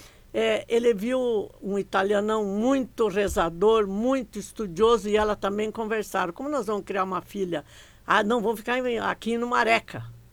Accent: Paraná, Brazil; born there; also born or lived in Jaborá, Santa Catarina, Brazil; Nasci em Jaborá, distrito de Jaborá, castelhano. Depois meu pai veio para o Paraná em 1953

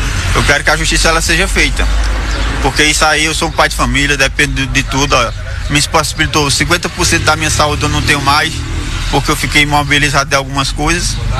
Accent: Caruaru, Pernambuco, Brazil; A minha esposa é da família toda, é de Panelas. Eu sou daqui de Caruaru.

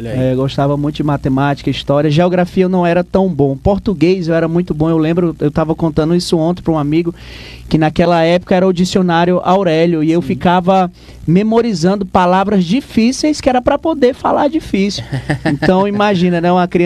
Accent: Brasiléia, Acre, Brazil; moved away as an adult; Isso, natural, brasileiro. E sou de lá, sou do Acre. Extremo norte, na divisa com a Bolívia.

